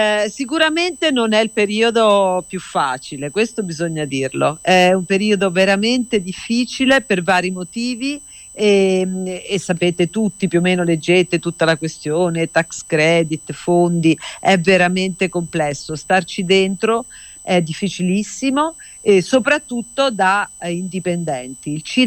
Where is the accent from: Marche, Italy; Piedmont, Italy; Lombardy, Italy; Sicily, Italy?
Marche, Italy; io sono marchigiana